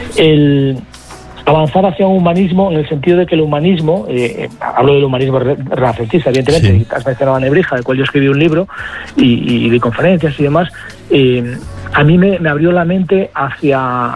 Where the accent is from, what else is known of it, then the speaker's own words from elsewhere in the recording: Galicia, Spain; me acuerdo paseando por la playa allí en Galicia, en mi tierra